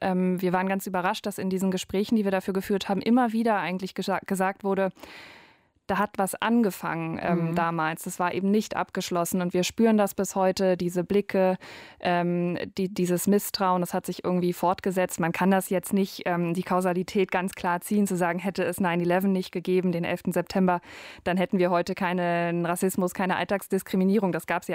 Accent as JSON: {"language": "German", "region": "Berlin", "country": "Germany", "tie": "born or raised there", "said": "Also ich habe selber keine Einwanderungsgeschichte. Ich bin in Berlin-Neukölln aufgewachsen."}